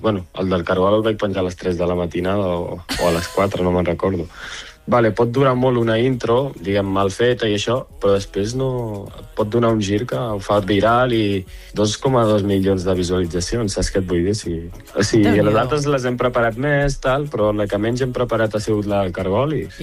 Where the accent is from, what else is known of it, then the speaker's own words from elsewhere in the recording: Catalonia, Spain; si estic a la selecció catalana és perquè sóc català